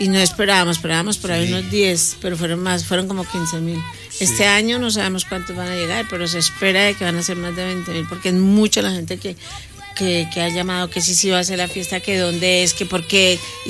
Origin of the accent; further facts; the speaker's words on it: Colombia; now in Ecuador; Y yo llamé a mi casa, a Colombia